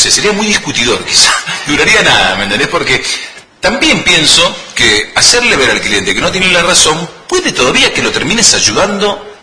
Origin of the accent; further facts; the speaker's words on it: Malargüe, Mendoza, Argentina; Saludos a mi familia de San Rafael, soy de Malargue.